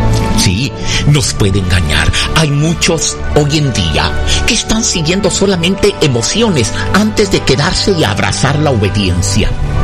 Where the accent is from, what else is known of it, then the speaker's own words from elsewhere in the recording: Mexico; Como mexicanos, usted y yo muy bien sabemos eso